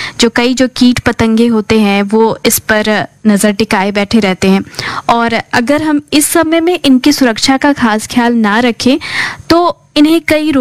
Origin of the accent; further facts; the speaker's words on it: Bihar, India; हमारा सौभाग्य है कि हम बिहारी हैं